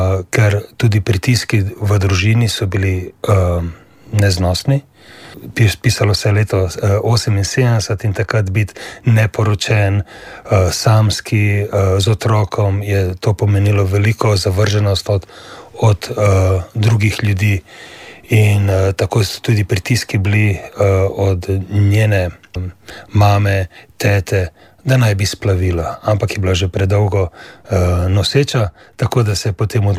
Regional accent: Ljubljana, Central Slovenia, Slovenia; Ja, rodil sem se v Ljubljani kar nekaj let nazaj, bom rekel, sicer v družini matere samohranilke

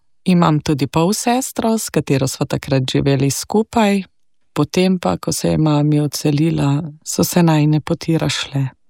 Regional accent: Bohinjska Bela, Upper Carniola, Slovenia; Prihajam iz Gorenjske, iz Bohinjske Bele.

